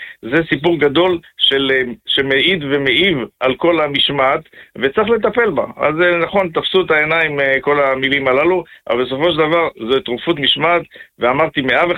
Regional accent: Jerusalem, Jerusalem District, Israel; born there; וגם אני כנער מתבגר בירושלים

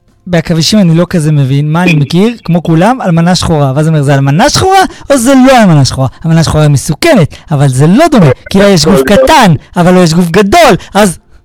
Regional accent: Jerusalem, Jerusalem District, Israel; אמרתי שאני גדלתי בשכונת הרנוף. ושכונת הרנוף הייתה על גבול חוב הרחובות, הרבה מהרחובות, על גבול יער ירושלים.

